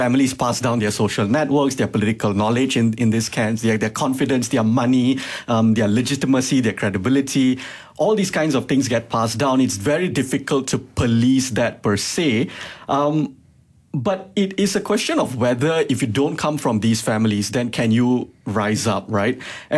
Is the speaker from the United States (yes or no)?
no; Johor Bahru, Johor, Malaysia; moved away as an adult; So like for me personally, I grew up in Johor Bahru.